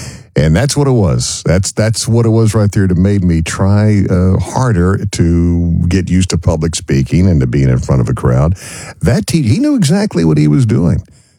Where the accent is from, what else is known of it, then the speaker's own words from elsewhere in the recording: Texas, United States; I grew up in West Texas. We didn't have any dancing in middle school or junior high or high school.